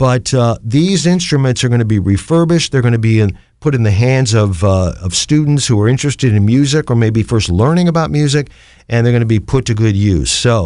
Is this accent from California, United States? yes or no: no; Canton, Ohio, United States; non-commercial public radio for Akron and my hometown of Canton, the Hall of Fame city at 91.3 FM